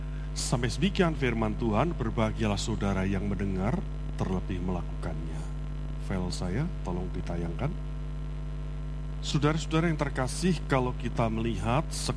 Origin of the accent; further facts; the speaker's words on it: East Java, Indonesia; Saya dari Jawa Timur, logat Jawa Timur berbeda dengan Jawa Tengah.